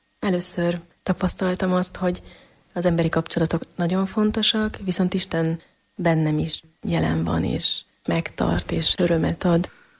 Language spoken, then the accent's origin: Hungarian; Piliscsaba, Pest, Hungary; Pilis Csabán nőttem föl, 6 gyermekes családban, én vagyok a legfiatalabb. Keresztény család vagyunk, és Pilis Csaba is egy keresztény közeg volt már akkor is